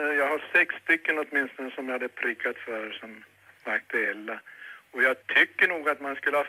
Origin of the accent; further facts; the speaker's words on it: Kiruna, Norrbotten County, Sweden; now in Härnösand, Sweden; Ja, 3 år blir det väl. Jag kommer från Kiruna.